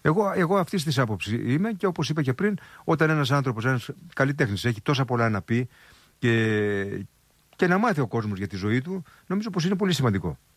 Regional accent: Kozani, Western Macedonia, Greece; Στην πατρίδα μου την Κοζάνη υπηρέτησε

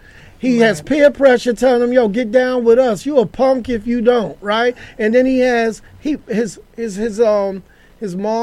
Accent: New York City, New York, United States; we grew up in High Bridge in the Bronx.

